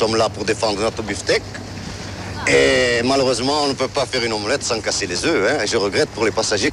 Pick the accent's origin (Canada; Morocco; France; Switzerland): France; Corsica